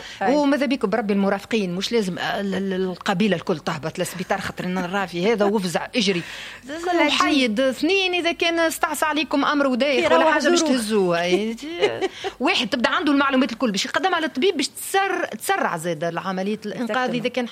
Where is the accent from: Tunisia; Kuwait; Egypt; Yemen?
Tunisia; في لي زيرجونس نتاعنا في تونس